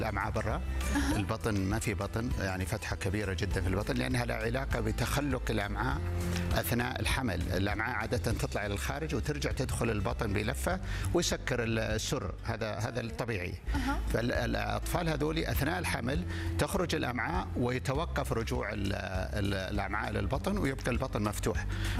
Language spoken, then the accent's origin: Arabic; Saudi Arabia; ونفتخر فيها كسعوديين